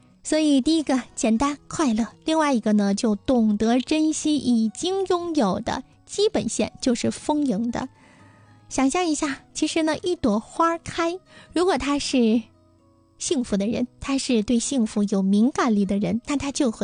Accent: Northeast China, China; accent: Northeastern (Dongbei) dialect; 我们东北话

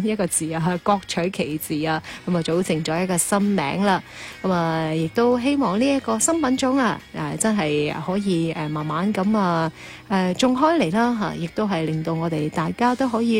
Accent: Guangdong, China; 我哋广东人中意饮嘅凉茶啦。

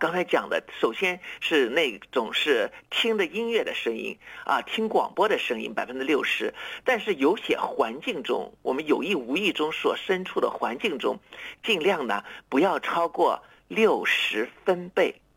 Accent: China; 我们中国人呢更常见呢是用摄氏多少度啊

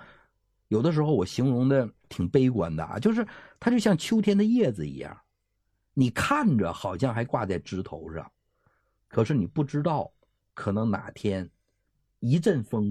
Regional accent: China; 其实我们中国人你知道吗，最忌讳的这个死字儿。

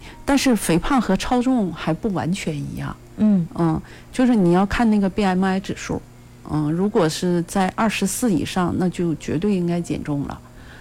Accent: China

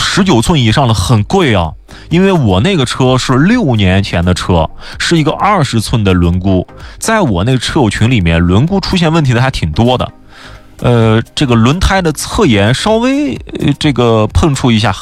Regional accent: China

